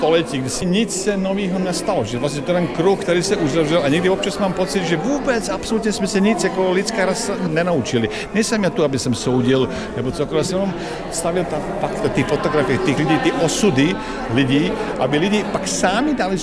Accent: Serbia; Czech is a second language; moved away as an adult; now in Prague, Czech Republic; Já jsem z Balkánu, z Srbska, a šel jsem studovat do Prahy.

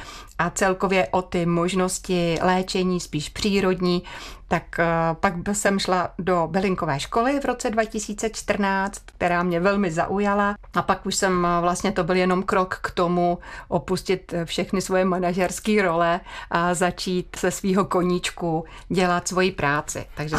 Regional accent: Paseky nad Jizerou, Liberec Region, Czechia; born there; now in Prague, Czechia; A no, začnu tím, že jsem se narodila v Pasekách. To je rozmezí Jizerských hor a Krkonoš. Jsem opravdu křtěná Jizerou.

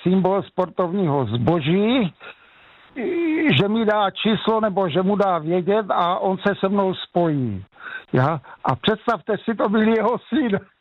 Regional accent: Náklo, Olomouc Region, Czechia; now in Šternberk, Czech Republic; kdy jsem se odstěhoval z Nákla, jako z té vesnice do Štemberka, než jsme postavili dům

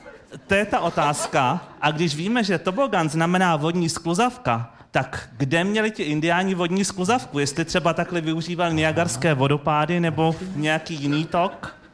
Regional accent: Central Bohemian Region, Czechia; accent: local dialect of the Central/West Bohemian border; moved away as an adult; now in Prague, Czechia; Což souvisí s místem, odkud pocházím, protože nejsem z Prahy, jsem z kraje na hranici středních a západních Čech a když jsem přišel sem do Prahy studovat češtinu, tak řada lidí byla překvapená tím, jak mluvím

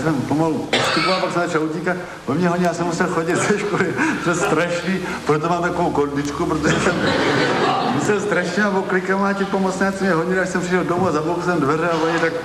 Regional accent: Vizovice, Zlín Region, Czechia; born or raised there

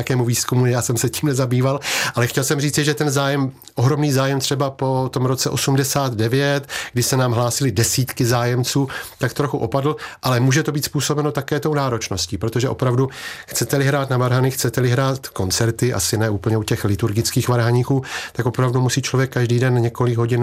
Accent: Letohrad, Pardubice Region, Czechia; moved away as an adult; now in Hradec Králové, Czech Republic; Jsem východočech, pocházím z Orlických hor z Letohradu, kde dnes vlastně už 35 let pořádám velký mezinárodní hudební festival.

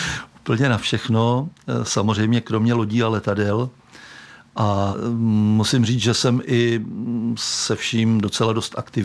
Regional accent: Lišov, South Bohemian Region, Czechia; also born or lived in České Budějovice; Narodil jsem se v Českých Budějovicích. Vyrůstal jsem na vesničce nedaleko od Českých Budějovic. V Českých Budějovicích jsem potom i studoval.

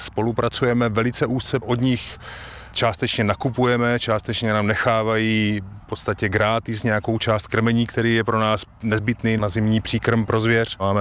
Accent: Litovel, Olomouc Region, Czechia; born there

